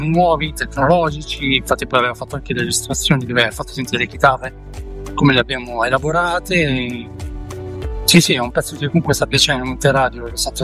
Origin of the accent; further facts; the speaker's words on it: Bari, Apulia, Italy; born there; now in northern Italy; io sono nato a Bari, poi mi sono trasferito, sono venuto qui a nord